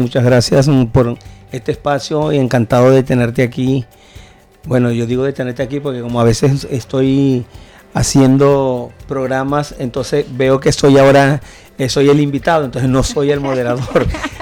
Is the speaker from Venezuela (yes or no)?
yes; Venezuela; moved away as an adult; now in Barranquilla, Colombia; Yo soy inmigrante venezolano y aquí en Colombia ya tengo 10 años en Barranquilla.